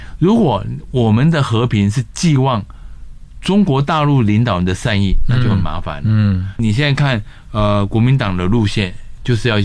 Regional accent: Taiwan

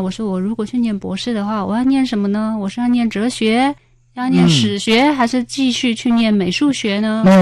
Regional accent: Dongting Lake plain, China; now in Taiwan; 因为我家是洞庭湖平原

